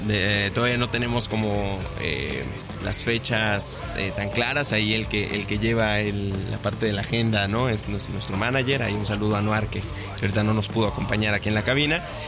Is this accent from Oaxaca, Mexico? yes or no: no; Xalapa, Veracruz, Mexico; also born or lived in Mexico City; Bueno, yo soy nacido en CDMX, pero adoptado pero jalapeño adoptado desde jalapeño. Los 8 años.